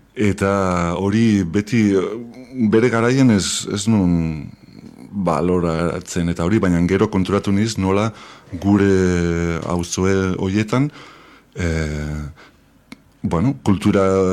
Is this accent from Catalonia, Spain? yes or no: yes; Barcelona, Catalonia, Spain; Bartzelonan sortu nintzen, aurten duela berrogeita mar urte.